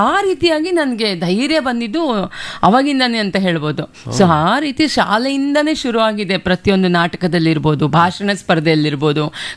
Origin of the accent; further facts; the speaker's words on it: Raichur, Karnataka, India; moved away as an adult; now in Bengaluru, India; ನನ್ನ ಮೂಲತಃ ನನ್ನ ಊರು ರಾಯಚೂರು, ಮೂಲತಃ ಅಪ್ ಟು ಡಿಗ್ರಿವರೆಗೂ ಅಲ್ಲೇ ಓದಿರೋದು.